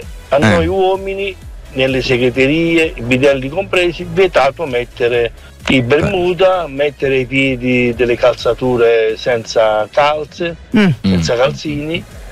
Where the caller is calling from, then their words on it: Caserta, Campania, Italy; da Caserta